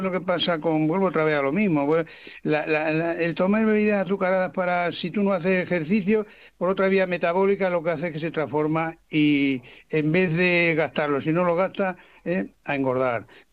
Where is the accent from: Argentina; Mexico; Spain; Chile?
Spain; Robledillo de Gata, Extremadura; Aquí, bueno, voy a yo soy de Robledillo de Gata.